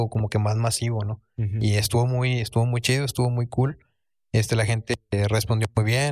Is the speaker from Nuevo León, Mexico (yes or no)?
yes; Linares, Nuevo León, Mexico; Todos somos de Linares, sí.